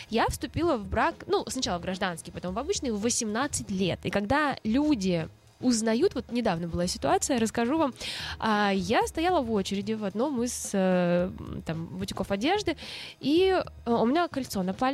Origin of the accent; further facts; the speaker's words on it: Russia; moved away; я из России